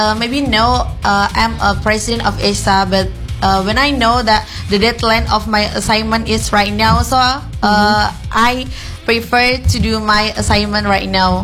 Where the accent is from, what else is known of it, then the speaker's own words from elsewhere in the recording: Tuban, East Java, Indonesia; English is a second language; moved away as an adult; now in Semarang, Indonesia; I'm from Tuban.